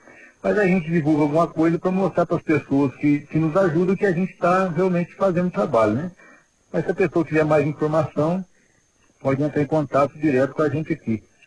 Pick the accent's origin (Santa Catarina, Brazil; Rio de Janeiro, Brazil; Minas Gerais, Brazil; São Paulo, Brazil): Minas Gerais, Brazil; São Bento Abade; a gente estava na cidade de São Bento Abaixo, que inclusive, para quem não sabe, é minha terra natal. Eu sou São Bentense.